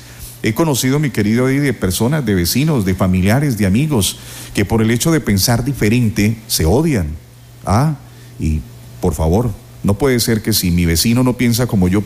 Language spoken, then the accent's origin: Spanish; Colombia; es que somos colombianos